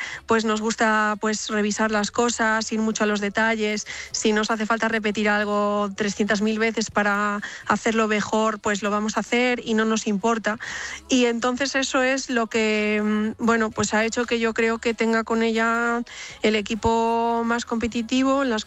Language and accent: Spanish; Vigo, Galicia, Spain; ya que aunque yo soy de Vigo, Pontevedra es la ciudad donde empecé a practicar deporte con el atletismo cuando tenía 10 años.